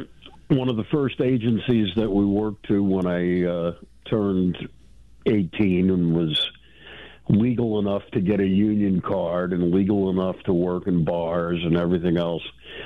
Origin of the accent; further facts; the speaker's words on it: New York City, New York, United States; I grew up in New York City.